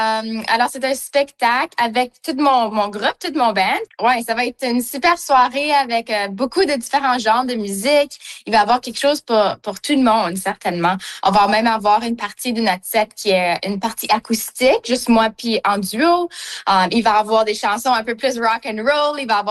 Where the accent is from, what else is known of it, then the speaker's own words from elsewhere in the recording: Manitoba, Canada; moi, j'ai des racines, comme je suis franco-manitobaine